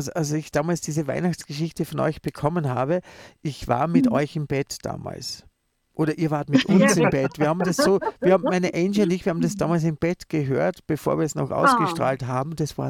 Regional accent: Vienna, Austria; Also der Fabrizio als Italiener, ich als der richtige Wiener.

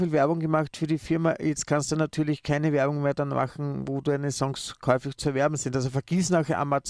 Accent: Austria; weil wir Österreicher, also ich als Österreicher habe eine andere Ausdrucksweise als

